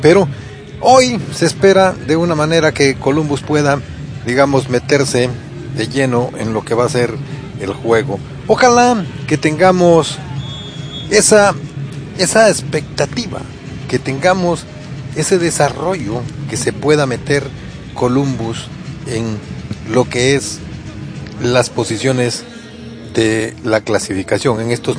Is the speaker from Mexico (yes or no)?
no; Honduras; now in United States; también en mi país, Honduras.